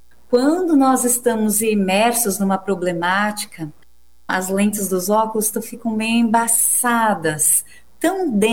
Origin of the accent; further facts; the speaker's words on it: Jaraguá do Sul, Santa Catarina, Brazil; Sou de Jaraguá do Sul, Santa Catarina, e nós moramos num vale. E o vale é assim, né, rodeado por montes.